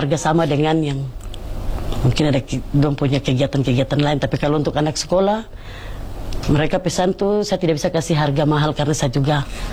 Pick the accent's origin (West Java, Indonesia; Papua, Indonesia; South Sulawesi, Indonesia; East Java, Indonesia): Papua, Indonesia; tolong jaga ini hasil budaya kami orang Papua.